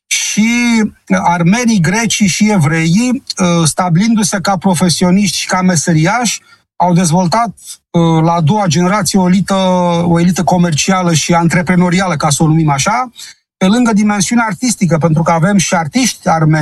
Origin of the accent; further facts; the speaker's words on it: Romania; Eu sunt român, sunt român, o grămadă.